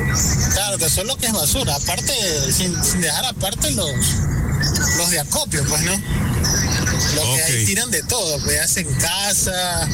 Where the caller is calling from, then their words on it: Guayaquil, Guayas, Ecuador; acá en el sur, Malvinas.